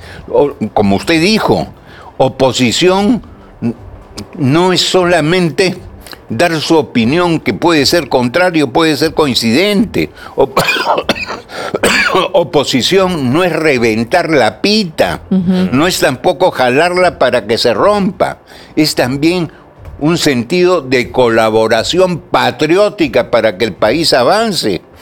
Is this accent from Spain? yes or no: no; Peru